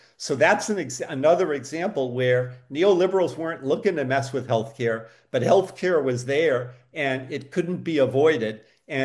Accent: Massachusetts, United States; I'm from Massachusetts.

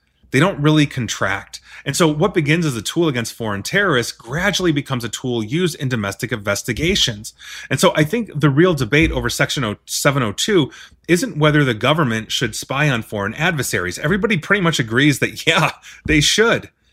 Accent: Canada; also born or lived in United States; as both a Canadian and American, I'm a little uneasy about that.

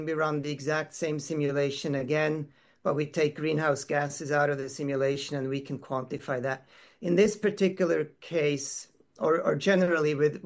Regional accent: Switzerland; I come from Switzerland and I follow the news there

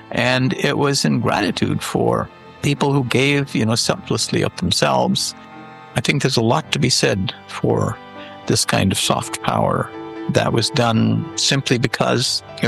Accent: Bangalore, Karnataka, India; moved away; I can speak as a young Indian boy growing up in Bangalore, which at the time was a small city

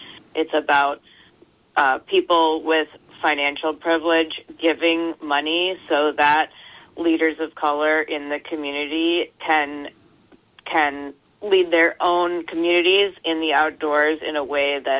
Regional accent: Massachusetts, United States; as a white woman growing up in Massachusetts, I always felt, you know, growing up specifically in, you know, rural or sort of a wooded area

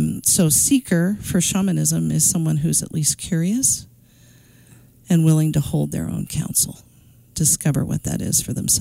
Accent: Deer Park, United States; I was raised in Deer Park.

